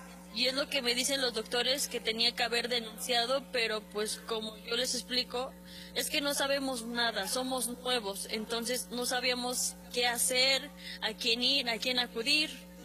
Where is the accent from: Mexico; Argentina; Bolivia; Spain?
Mexico; Puebla